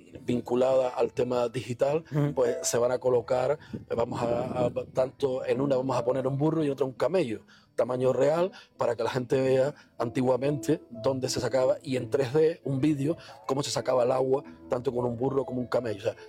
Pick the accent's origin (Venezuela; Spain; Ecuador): Spain; Betancuria, Canary Islands; yo soy de aquí de Betancuria, como tú bien dices, en esta plaza. En esta no, porque es nueva, pero en la antigua, desde pequeñito me he caído, me he roto las rodillas